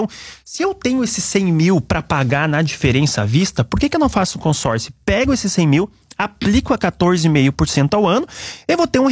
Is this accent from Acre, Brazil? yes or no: no; Nova Petrópolis, Rio Grande do Sul, Brazil; pelo menos na minha terra, aqui em Nova Petrópolis, né, não nasce dinheiro em árvore.